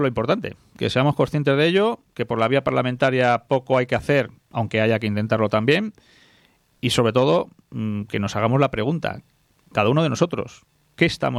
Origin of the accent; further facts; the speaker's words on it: Spain; Somos españoles, tenemos una responsabilidad con nuestra patria